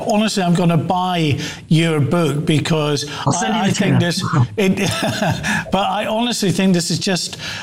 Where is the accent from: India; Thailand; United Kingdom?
United Kingdom; Scotland; I'm from the Scottish borders, you know, not far from Jedburgh, you know, right down the A68 and off down to North Shields.